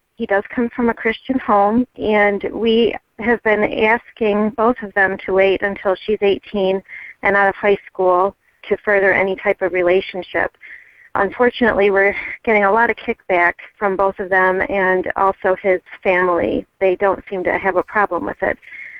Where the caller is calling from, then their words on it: Michigan, United States; I'm calling from Michigan.